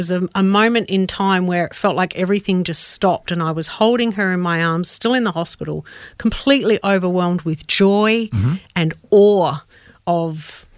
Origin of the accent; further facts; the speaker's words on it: Adelaide, South Australia, Australia; also born or lived in Melbourne, Australia; So I was born in Melbourne, but we moved to Adelaide when I was about five for my dad's work.